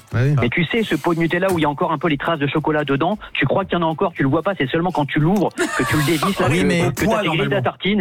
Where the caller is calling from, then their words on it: Cambrai, Hauts-de-France, France; J'habite ben pas loin de l'autre. Hein. Je suis à Cambrai, moi.